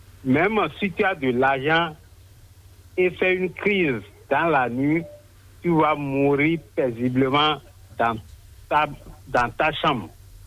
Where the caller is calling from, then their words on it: Adjohoun, Ouémé, Benin; Je vous appelle d'Aguémina, arrondissement d'Azoï, c'est commune d'Adjoum.